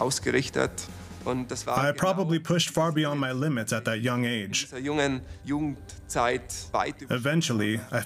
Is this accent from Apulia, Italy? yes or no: no; Trentino-Alto Adige, Italy; from South Tyrol.